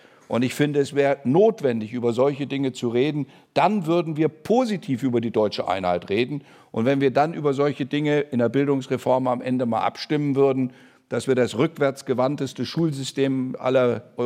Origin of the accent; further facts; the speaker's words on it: Teufelsmoor, Lower Saxony, Germany; born there; wäre für das Teufelsmoor gut, wo ich geboren bin, also für dünn besiedelte Regionen.